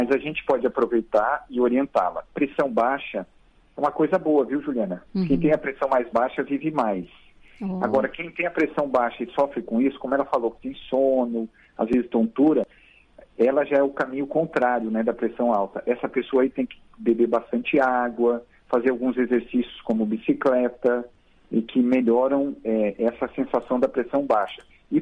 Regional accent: Brasileia, Acre, Brazil; eu sempre ouvi Rádio Nacional da Amazônia em Brasileia, no Acre, que é de onde eu sou. Então, a minha infância, eu fui ouvindo Edelson Moura, Márcia Ferreira

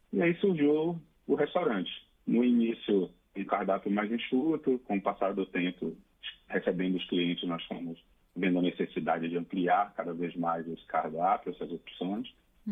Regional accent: Belém, Pará, Brazil; now in São Paulo, Brazil; Eu sou natural de Belém, capital do Pará. Então, quando eu me mudei para São Paulo, 10 anos atrás

